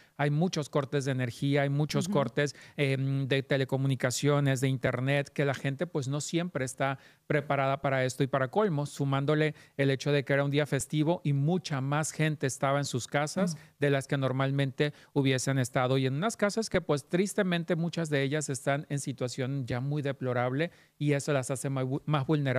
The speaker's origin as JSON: {"language": "Spanish", "country": "Mexico", "said": "Como mexicano que vivimos tantas veces también sismos tan duros, tan destructivos, tan fuertes"}